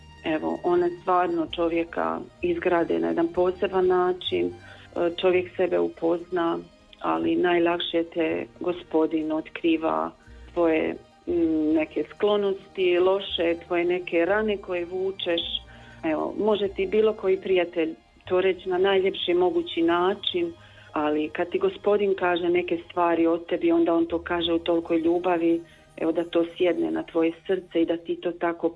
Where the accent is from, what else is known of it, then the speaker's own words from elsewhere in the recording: Gorica-Sovići, Federation of Bosnia and Herzegovina, Bosnia & Herzegovina; dolazim iz Župe Gorica Sovići, u toj župi sam odrasla, tu sam se udala, podigla svoju obitelj.